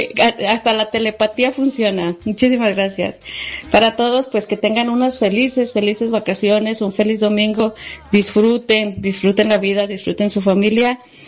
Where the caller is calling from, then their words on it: Málaga, Andalusia, Spain; Siervas de María desde Málaga, España.